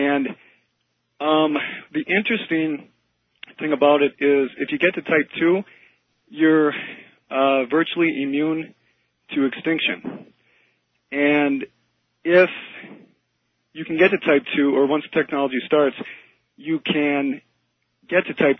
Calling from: Minneapolis, Minnesota, United States; calling from Minneapolis.

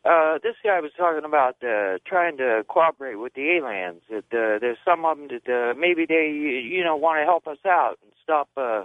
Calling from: Ohio, United States; from Ohio.

